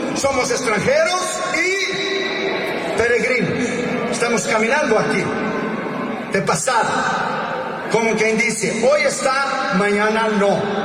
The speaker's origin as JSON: {"language": "Spanish", "country": "Brazil", "second_language": "Spanish", "lives_now": "United States", "said": "Usted es chileno, yo soy brasileño, nacionalizado norteamericano, pero mi corazón es verde amarelo."}